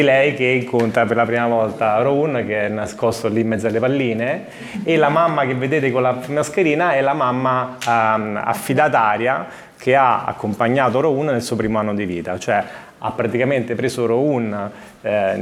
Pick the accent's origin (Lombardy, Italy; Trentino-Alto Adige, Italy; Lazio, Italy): Lazio, Italy; Rome; born there; Io sono nato a Roma e i miei genitori mi hanno, come dire, cresciuto